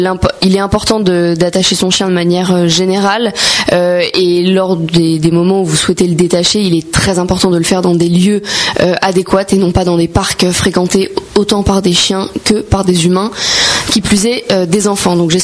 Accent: Beaumont-sur-Oise, Île-de-France, France; je suis valdoisienne, j'habite à Beaumont-sur-Oise, du coup dans le 95.

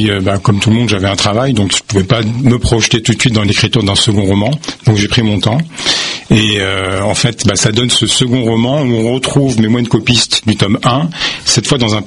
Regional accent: Île-de-France, France; also born or lived in Saint-Germain-en-Laye / Paris; now in Saint-Leu-la-Forêt, France; Né à Saint-Germain, j'ai grandi en banlieue dans les Yvelines, et en fait je travaillais sur Paris dans le 19e, donc j'ai habité Paris un temps, comme la plupart des franciliens.

